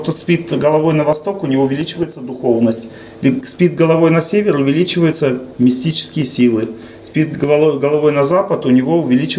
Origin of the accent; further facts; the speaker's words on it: Urals, Russia; Я тоже с Урала